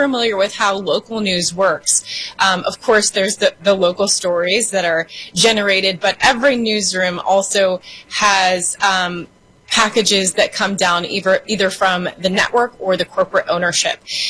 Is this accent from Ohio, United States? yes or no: yes; Toledo, Ohio, United States; I'm from Toledo. So I wore my Toledo shirt. Yeah. My hometown is there.